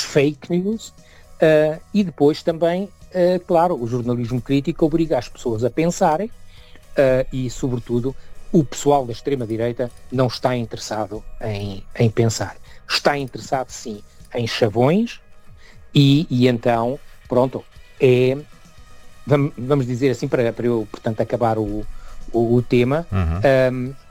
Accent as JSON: {"language": "Portuguese", "country": "Portugal", "moved": "yes", "lives_now": "Germany", "said": "Nós portugueses, viemos de Portugal para aqui por questões económicas"}